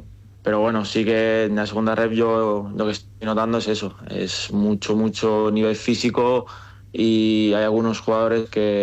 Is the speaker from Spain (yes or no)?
yes; Manacor, Balearic Islands, Spain; de ahí, tengo muchísimos amigos y bueno, soy de Manacor